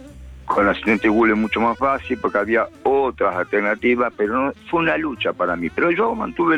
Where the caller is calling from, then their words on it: Moreno, Buenos Aires Province, Argentina; te habla del partido de Moreno.